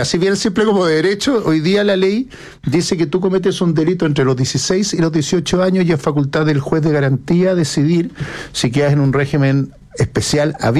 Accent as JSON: {"language": "Spanish", "town": "Santiago", "region": "Santiago Metropolitan Region", "country": "Chile", "tie": "born or raised there", "said": "me crié en la Colón 9000"}